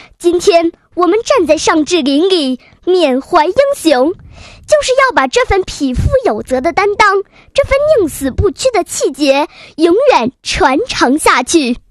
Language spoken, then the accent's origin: Chinese; Jilin, China